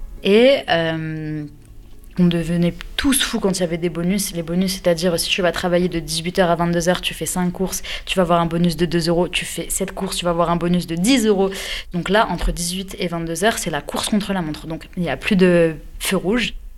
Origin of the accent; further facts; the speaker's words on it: Metz, Grand Est, France; now in Créteil, France; J'ai grandi à Metz, donc je viens de la Lorraine, du 57, aujourd'hui j'habite à Créteil dans le 94.